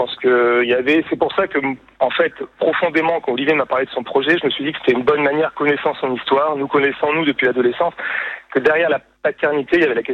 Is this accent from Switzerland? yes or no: no; Nice, Provence-Alpes-Côte d'Azur, France; Le vrai niçois, c'est moi. Parce que moi, je suis né à Nice.